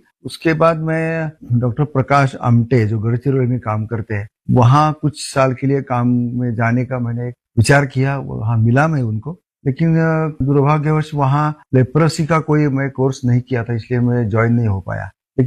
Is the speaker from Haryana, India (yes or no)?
no; Satara, Maharashtra, India; now in Bastar, India; मैं रहने वाला सतारा महाराष्ट्र का हूं